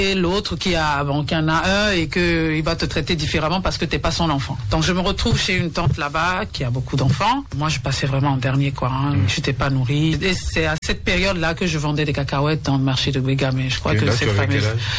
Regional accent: Cotonou, Littoral, Benin; born there; also born or lived in Nigeria / Abuja, Nigeria; Je me retrouve à Saint-Jean, à Romain-Légbé-Sivon-Mais. Moi, j'ai grandi là-bas.

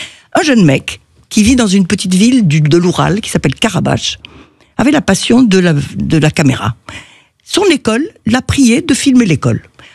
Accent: Rabat, Rabat-Salé-Kénitra, Morocco; born there; Et c'est pour ça que je suis née au Maroc.

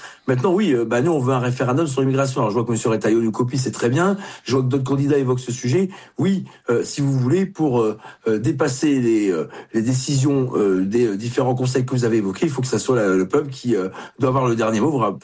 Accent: Hauts-de-France, France; Puis je suis du Nord, hein, donc les accords du Touquet qui nous mettent à genoux face à l'immigration irrégulière, je les connais bien effectivement.

